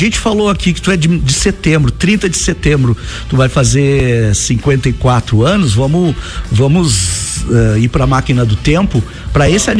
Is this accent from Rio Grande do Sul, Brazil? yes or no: yes; Porto Alegre, Rio Grande do Sul, Brazil; eu sou natural de Porto Alegre